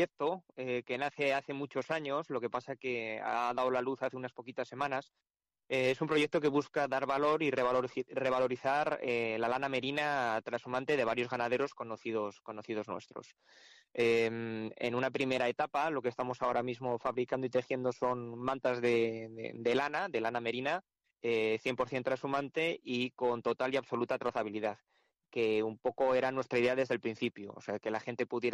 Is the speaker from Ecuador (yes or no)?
no; Soria, Castile and León, Spain; yo soy de Soria.